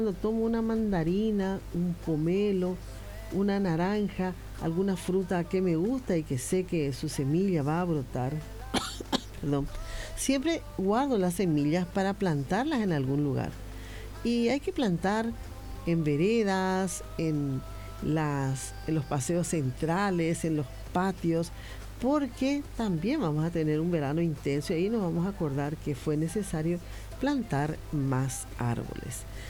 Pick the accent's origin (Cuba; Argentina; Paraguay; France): Paraguay; Nuestra solidaridad como paraguayos